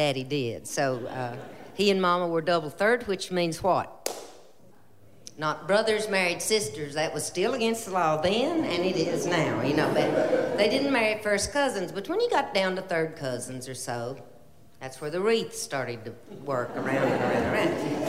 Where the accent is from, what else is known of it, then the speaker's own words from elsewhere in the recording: Greeneville, Tennessee, United States; born there; I was born in Greenville, Tennessee at the Tacoma Medical Center